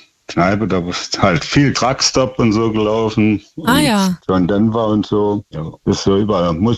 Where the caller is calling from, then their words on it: Schönenberg-Kübelberg, Rhineland-Palatinate, Germany; ich bin aus Schöneberg-Kübelberg.